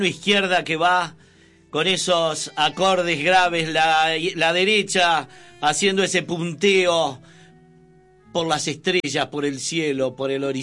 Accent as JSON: {"language": "Spanish", "country": "Uruguay", "moved": "yes", "said": "Me decían así."}